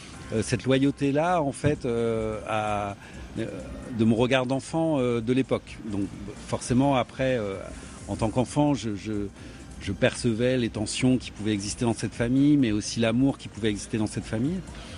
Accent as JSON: {"language": "French", "region": "Brittany", "country": "France", "tie": "born or raised there", "said": "c'est le moment où mon oncle nous a fait boire ce tang et où soudain, en tant que petit Breton, je me sentais un Américain."}